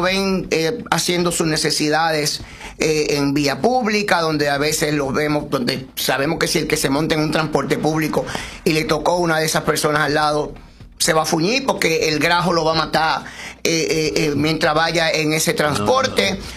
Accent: Dominican Republic; yo como dominicano

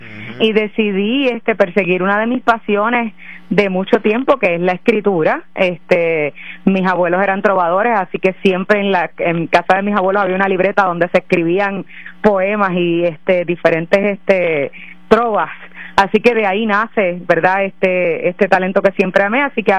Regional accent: San Lorenzo, Puerto Rico; moved away; Yo nacida y criada en San Lorenzo.

